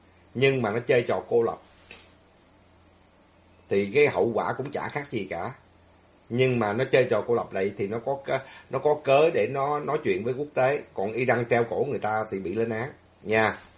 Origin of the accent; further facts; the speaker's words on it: Southern Vietnam, Vietnam; Tôi là người gốc Bắc. Nhưng mà tôi sinh trưởng lớn lên ở miền Nam thì tôi dùng chữ miền Nam thôi.